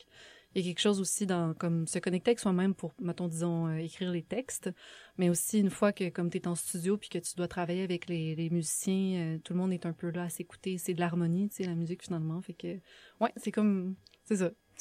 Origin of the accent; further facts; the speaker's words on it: Sherbrooke, Quebec, Canada; je viens de Sherbrooke.